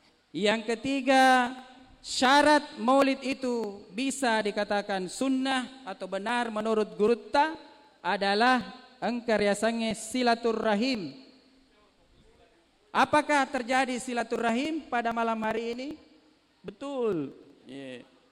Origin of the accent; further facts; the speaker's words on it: South Sulawesi, Indonesia; moved away; saya hari ini kembali ke kampung, pulang kampung. Tadi saya diperkenalkan ini saya orang Pindrang. Lahir di sebuah negeri yang namanya California City Punia Desa Marano Kecamatan Matirebulu